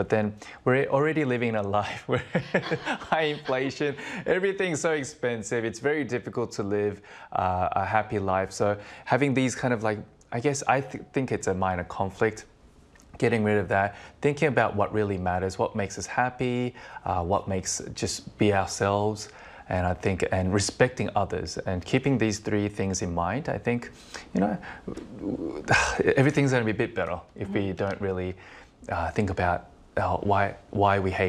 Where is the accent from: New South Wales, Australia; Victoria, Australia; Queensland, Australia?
New South Wales, Australia; Sydney; Well, I grew up in Sydney where a big event, annual event called the Sydney Gay and Lesbian Mardi Gras is held like every year.